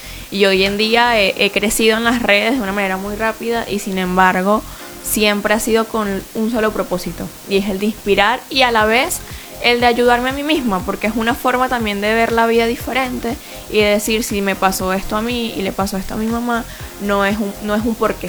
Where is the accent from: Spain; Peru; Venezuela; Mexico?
Venezuela; Guatire, Miranda; Y además que soy guatireña. Como estábamos hablando hace rato, todos piensan que soy de Caracas. No, soy de Guatire.